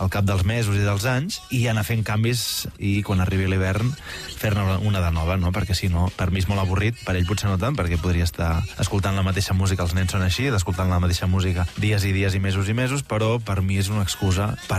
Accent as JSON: {"language": "Catalan", "town": "Vilanova i la Geltrú", "region": "Catalonia", "country": "Spain"}